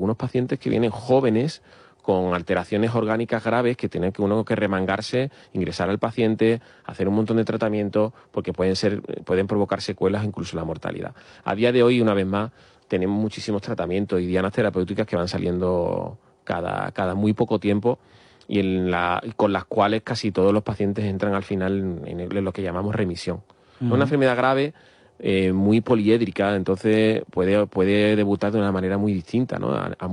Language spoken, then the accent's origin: Spanish; Andalusia, Spain